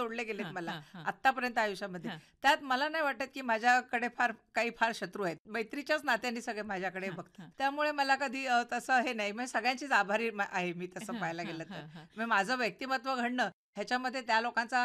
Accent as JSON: {"language": "Marathi", "town": "Thane", "region": "Maharashtra", "country": "India", "tie": "born there", "also_born_or_lived": "Ulhasnagar / Hatkamba", "said": "नोकरीनिमित्ताने वडील ते सेंट्रल आणि कस्टम एक्साइज मध्ये होते, त्यामुळे आम्ही ठाण्यात गेलो. तिथे सगळं शिक्षण झालं, बी ए पर्यंत शिक्षण झालं."}